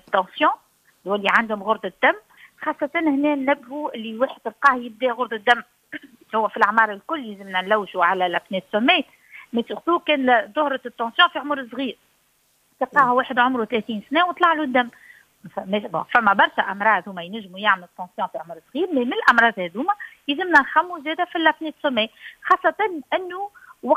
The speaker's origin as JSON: {"language": "Arabic", "country": "Tunisia", "said": "وإحنا عندنا في تونس دونك أطباء مكونين في اضطرابات النوم"}